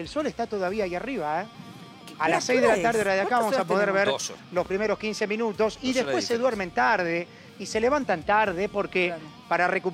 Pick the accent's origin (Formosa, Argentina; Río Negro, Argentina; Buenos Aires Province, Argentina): Buenos Aires Province, Argentina; Olavarría; Recién estaba hablando con unos amigos de Olavarría y se los dije y se reían, pero es verdad. Mi ciudad natal, mi querida ciudad natal, tiene más movimiento en el centro que esta Kansas City.